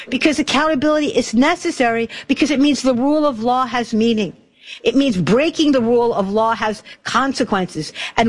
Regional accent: New Hampshire, United States; I'm from New Hampshire. So, you know, when you're living in New Hampshire, you get to meet all the candidates

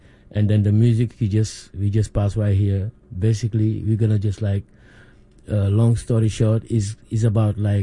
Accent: Senegal; I'm from Senegal, born and raised in Senegal, but my mom and my dad from Mali.

